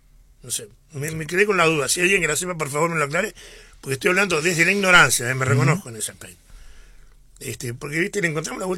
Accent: Rivera, Uruguay; somos del departamento de Rivera

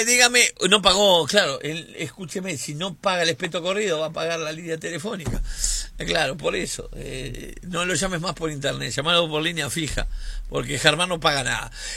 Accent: Argentina; bueno, soy argentino.

